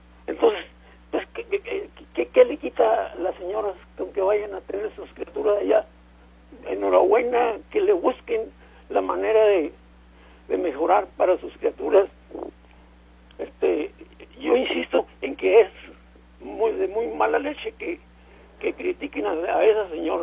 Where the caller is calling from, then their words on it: Mexico; a nosotros como mexicanos